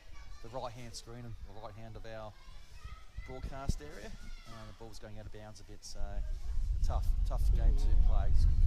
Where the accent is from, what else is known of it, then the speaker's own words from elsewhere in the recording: Darwin, Northern Territory, Australia; Come down from Darwin for the day to help out the local umpires through the three games today.